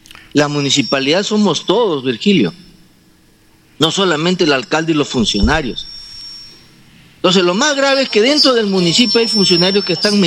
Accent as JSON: {"language": "Spanish", "town": "Bellavista", "region": "Cajamarca", "country": "Peru", "tie": "born there", "said": "Yo nací en Bellavista, en el hospital, en año 1962. Para llegar a Bellavista era un tráfico, una pesadilla."}